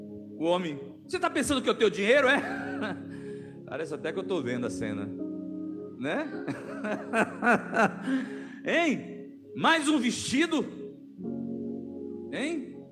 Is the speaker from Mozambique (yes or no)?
no; Salvador, Bahia, Brazil; moved away; O soteropolitano como eu, soteropolitano, né?